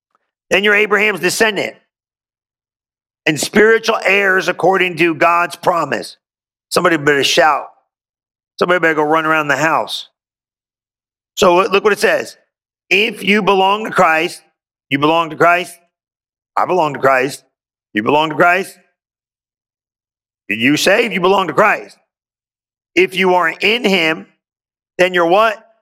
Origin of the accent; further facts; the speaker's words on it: Lodi, California, United States; Somebody's like, where you from? I'm from Lodi.